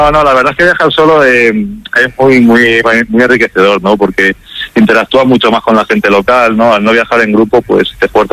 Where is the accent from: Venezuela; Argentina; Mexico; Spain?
Spain; Zamora, Castile and León; moved away as an adult; now in Barcelona, Spain